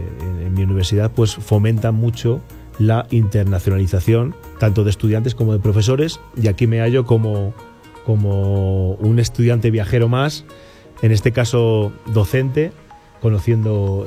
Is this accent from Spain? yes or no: yes; Spain; pues yo vengo de España, de un país muy pequeñito que está allí en el otro lado del Atlántico.